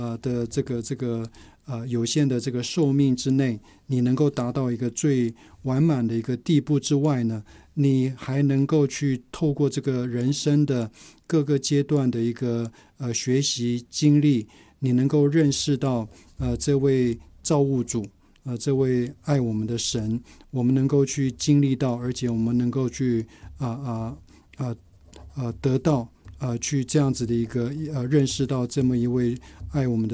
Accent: Taiwan; 我们台湾人

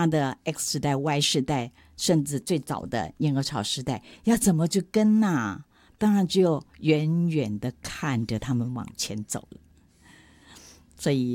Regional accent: Daxi, Taoyuan, Taiwan; moved away; also born or lived in Taipei; 我们是桃园人嘛，桃园大溪人

